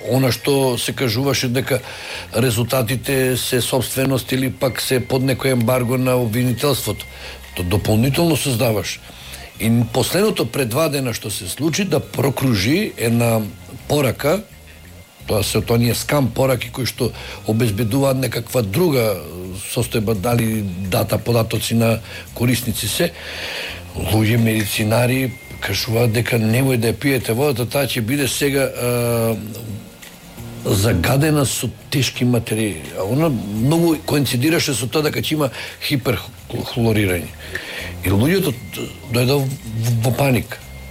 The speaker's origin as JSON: {"language": "Macedonian", "town": "Gostivar", "region": "Polog", "country": "North Macedonia", "said": "Јас сум од Гостивар."}